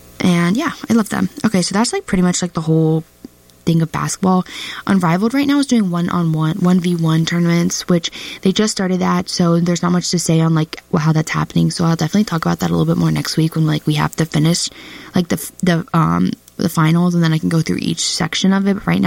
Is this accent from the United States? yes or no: no; Scotland, United Kingdom; like, I am Scottish, and I love Scotland